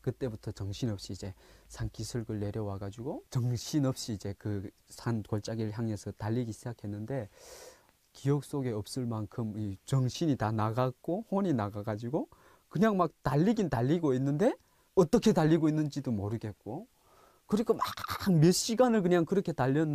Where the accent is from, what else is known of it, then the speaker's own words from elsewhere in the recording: North Korea; moved away; 제 몰골을 봤을 때뭐 이미 알고 있는 거예요. 북한에서 왔을 거라는.